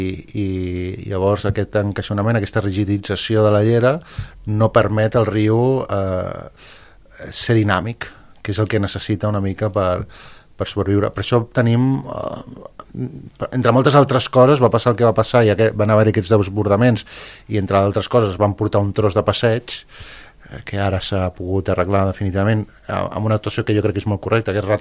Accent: Calafell, Catalonia, Spain; jo sóc de Calafell, però he treballat molts anys aquí a Cubelles

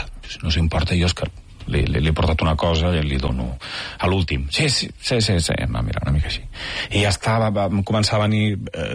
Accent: Altafulla, Catalonia, Spain; No, jo sempre he jugat a Tarragona, o vaig jugar sobretot al meu poble, a Altafulla

